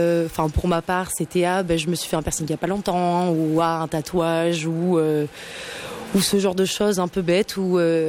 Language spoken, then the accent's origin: French; Bordeaux, Nouvelle-Aquitaine, France; Je viens de Bordeaux, je suis ici pour les vacances.